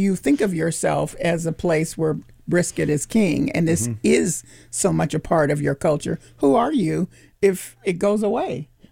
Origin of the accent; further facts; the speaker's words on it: Memphis, Tennessee, United States; From those of us from legacy cities, I'm from Memphis, Texas is synonymous with brisket. You can get brisket in other places, even in Memphis, but that is not our specialty.